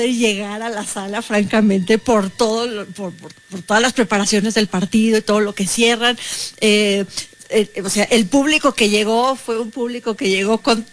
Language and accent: Spanish; Coyoacán, Mexico City, Mexico